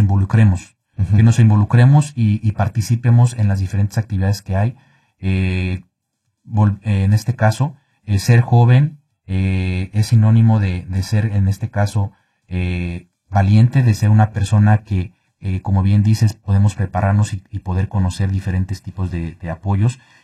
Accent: Mexico; now in United States; Somos mexicanos, y donde nos encontremos tenemos los mismos derechos y obligaciones.

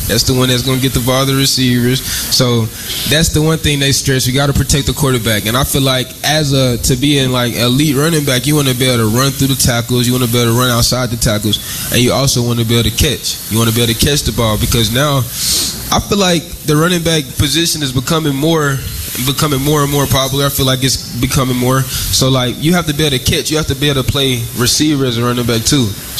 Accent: Arkansas, United States; I love the Hogs. I love my hometown state. I love being able to go home, you know, not too far away.

